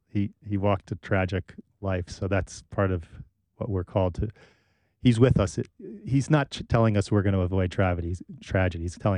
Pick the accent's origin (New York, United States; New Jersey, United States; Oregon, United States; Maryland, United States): New Jersey, United States; So as I said, Lincolnshire, Illinois, I'm from New Jersey.